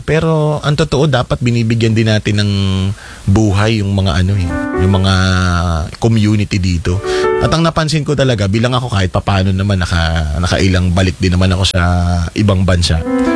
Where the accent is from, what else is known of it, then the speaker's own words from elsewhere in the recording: Lopez, Calabarzon, Philippines; moved away as an adult; now in Manila, Philippines; proud ako na doon ako galing kasi hindi, alam ko din pag ibibida ko doon sa inyo, doon sa amin sa Lopez Quezon.